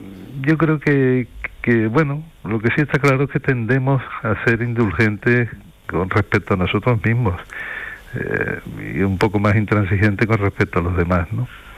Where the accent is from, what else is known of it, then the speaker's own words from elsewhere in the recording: Rota, Andalusia, Spain; preferí usar el nombre real de donde transcurre la acción, que es aquí en Rota, de mi pueblo.